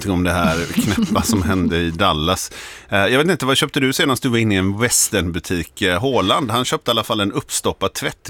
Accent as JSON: {"language": "Swedish", "region": "Skåne", "country": "Sweden", "accent": "Scanian", "said": "Men jag har också en skånsk. Det hör ni väl på min dialekt."}